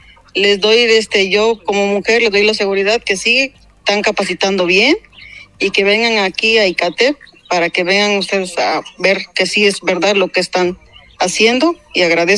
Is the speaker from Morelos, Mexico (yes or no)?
no; Tecomatlán, Puebla, Mexico; Buenas tardes … vengo de Tecomatlán, y vine aquí a capacitarme para sacar mi licencia.